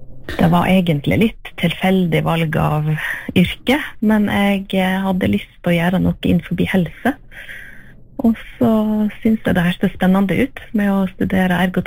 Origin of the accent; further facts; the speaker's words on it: Hafslo, Vestland, Norway; Jeg vokste opp på Hafslo i BN-feltet, og bodde der frem til jeg var 19 år.